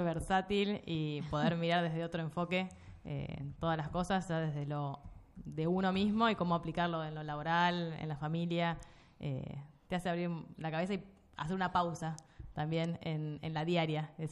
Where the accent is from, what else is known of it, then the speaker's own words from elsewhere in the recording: Villa Mercedes, San Luis, Argentina; moved away; Nosotros somos de Villa Mercedes, San Luis, vivimos allí siempre y después nos fuimos a estudiar.